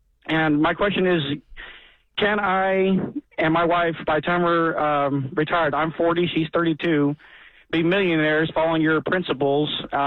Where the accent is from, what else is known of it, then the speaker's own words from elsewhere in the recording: St. Louis, Missouri, United States; I'm from St. Louis, man. Come on.